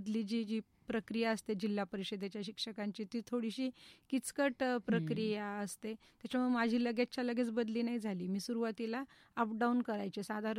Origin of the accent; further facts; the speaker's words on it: Gangapur, Maharashtra, India; माझं बालपण जे आहे ते औरंगाबाद जिल्ह्यातलं, आत्ता जे संभाजीनगर आहे त्या संभाजीनगरमधल्या गंगापूरला, गंगापूर तालुक्याचं गाव आहे, तर त्या गंगापूरमध्येच माझं बालपण गेलं. तिथेच माझं 10वीपर्यंतचं शिक्षण झालं.